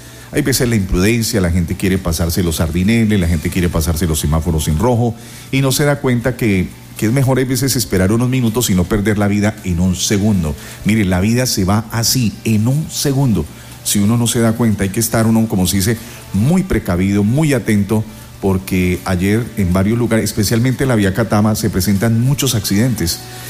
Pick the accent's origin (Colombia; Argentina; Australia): Colombia; todos somos colombianos